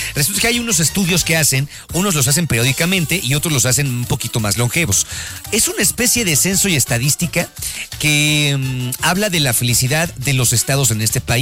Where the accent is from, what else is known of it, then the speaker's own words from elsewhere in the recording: Mexico; siempre nosotros los mexicanos nos catalogamos a nosotros mismos como un país muy feliz